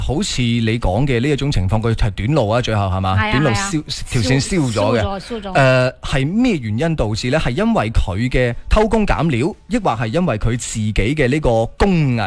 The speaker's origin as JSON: {"language": "Cantonese", "town": "Foshan", "region": "Guangdong", "country": "China", "said": "我话我系佛山嘅、嗯。哦，嗱，我咧就喺佛山工作嘅，我系福建人嚟嘅"}